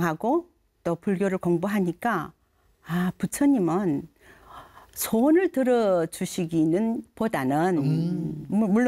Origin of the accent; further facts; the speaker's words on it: Gyeongsang, South Korea; 저는 고향이 경상도예요.